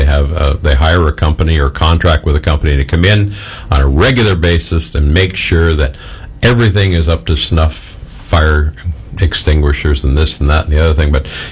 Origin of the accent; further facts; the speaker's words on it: Carleton Place, Ontario, Canada; my hometown in Carlton Place